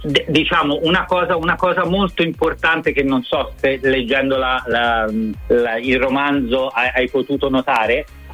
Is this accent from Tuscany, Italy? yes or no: yes; Tuscany, Italy; nel mio caso che sono toscano, un babbo